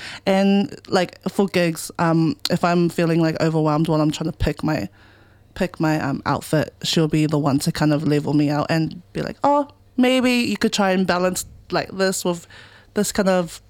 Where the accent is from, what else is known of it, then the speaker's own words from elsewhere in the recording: Auckland, New Zealand; coming from Avondale